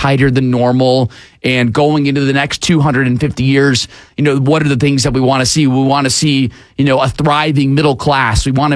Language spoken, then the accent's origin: English; United States; I will always tell you that I am an American